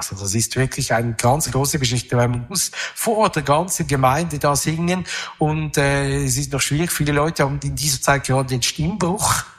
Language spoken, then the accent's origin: German; Zurich, Switzerland; an der Oberwiesenstraße bin ich aufgewachsen. Also das sind die waren damals rosarote Blöcke, oder? Gleich gegenüber der Bühle.